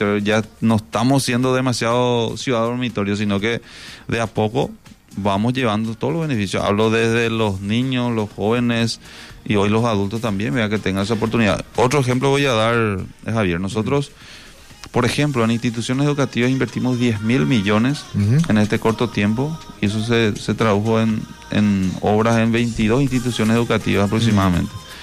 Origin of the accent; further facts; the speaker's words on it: Campichuelo, Itapúa, Paraguay; Bueno, yo soy de Campichuelo